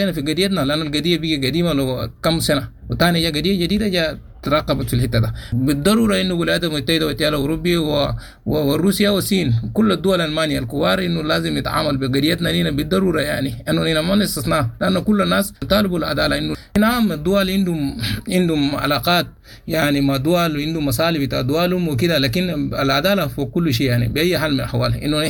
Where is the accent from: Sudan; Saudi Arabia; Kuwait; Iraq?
Sudan; now in Chad; احنا سودانيين